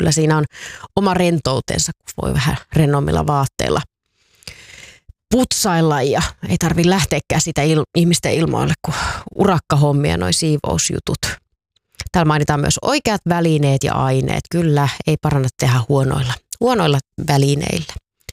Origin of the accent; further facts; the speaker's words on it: Tampere, Pirkanmaa, Finland; kun lähdin aina kesäksi sitten jonnekin kesätoimittajaksi jonnekin pois kotikaupungistani Tampereelta